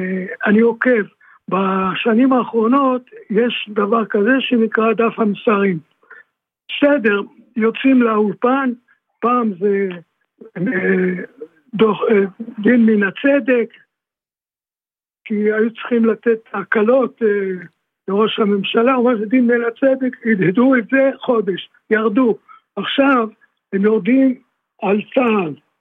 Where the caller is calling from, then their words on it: Beersheba, Southern District, Israel; אני באר שבעי